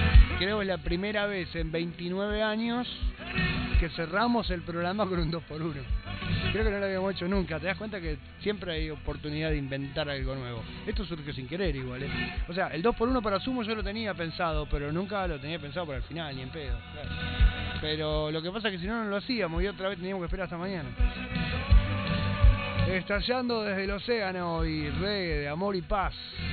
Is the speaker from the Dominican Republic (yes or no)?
no; Bogotá, Colombia; No hablan así los de Colombia. Soy de Bogotá.